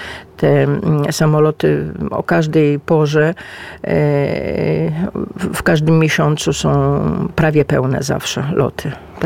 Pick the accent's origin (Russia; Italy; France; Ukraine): Italy; Reggio Calabria, Calabria; my z Reggio Calabria do Bari mamy około 500 kilometrów